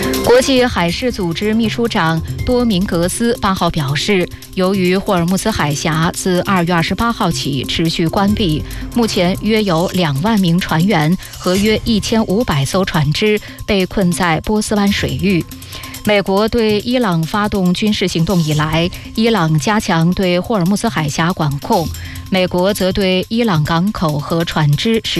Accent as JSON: {"language": "Chinese", "country": "Latvia", "second_language": "Chinese"}